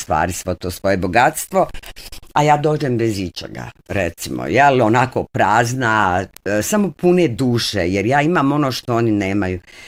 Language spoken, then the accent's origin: Bosnian; Sarajevo, Federation of Bosnia and Herzegovina, Bosnia & Herzegovina; now in Monaco; Dakle, od Monaka, ja u Monaku pričam o Sarajevu i u Monaku dovedem Sarajevo.